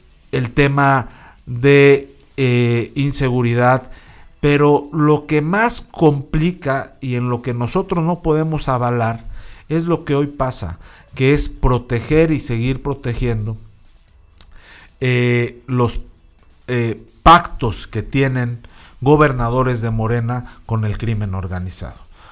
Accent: Mexico

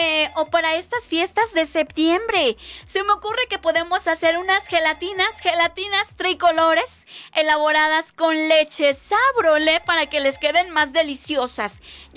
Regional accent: Mexico; born there; los que somos mexicanos y orgullosos de serlos, de haber nacido en este hermoso país llamado México.

